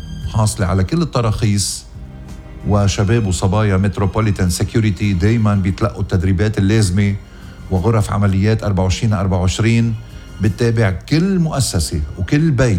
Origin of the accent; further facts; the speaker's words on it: Ghazir, Keserwan-Jbeil, Lebanon; بكفر حباب غزير ضيعتي الحلوة